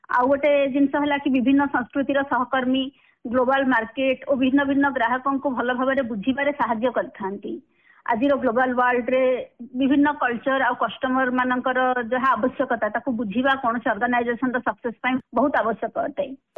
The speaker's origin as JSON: {"language": "Odia", "town": "Puri", "region": "Odisha", "country": "India", "said": "ସମସ୍ତେ ଯେତେବେଳେ ଶୁଣନ୍ତି ମୁଁ ପୁରୀରୁ ଆସିଛି, ସେମାନଙ୍କ ମନରେ ସ୍ୱତଃସ୍ଫୂର୍ତ୍ତ ଭାବେ ପୁରୀ ପ୍ରତି ଏକ ସମ୍ମାନ, ଏକ ଭାବନା ଆସିଯାଏ"}